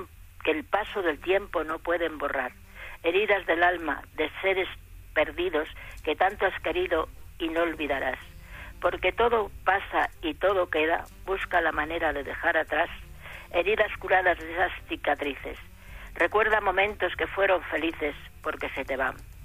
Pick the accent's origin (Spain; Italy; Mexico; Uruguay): Spain; Valladolid, Castile and León; Yo soy de Valladolid.